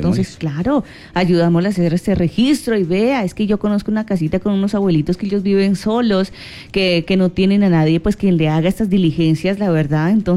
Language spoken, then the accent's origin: Spanish; Colombia